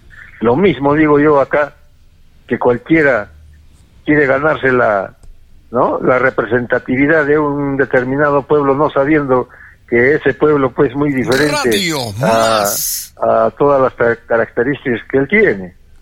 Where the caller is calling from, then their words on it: Peru; Era nuestra representatividad como peruanos.